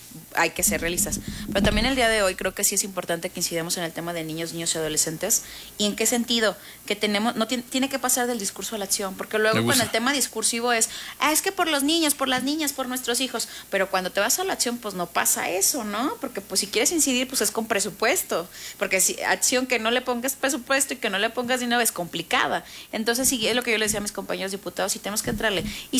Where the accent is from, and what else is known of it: La Piedad, Michoacán, Mexico